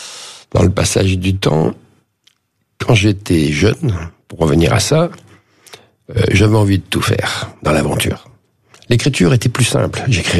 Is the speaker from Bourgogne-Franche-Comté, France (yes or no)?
no; Corsica, France; dans ma jeunesse en Corse